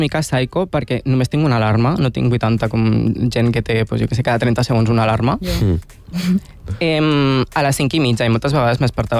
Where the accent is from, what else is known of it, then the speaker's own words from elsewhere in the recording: Calafell, Catalonia, Spain; jo estudiava al meu poble, jo estudiava a Calafell